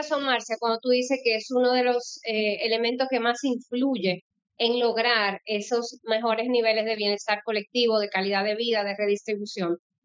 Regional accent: Dominican Republic

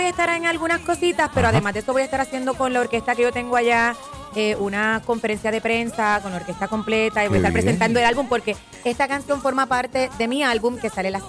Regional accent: Fajardo, Puerto Rico; now in Virginia, United States; Yo soy producto de Escuela Pública de Fajardo, Puerto Rico.

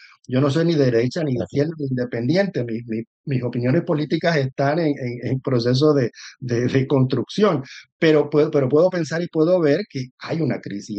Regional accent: Puerto Rico; now in Ohio, United States; Una de las cosas que yo quiero rescatar en ese proyecto de la historia de … es la historia de la niñez en Puerto Rico, porque yo fui un niño nacido fuera del matrimonio, entonces fui dado en adopción y pasé de la barriada al caserío a la urbanización.

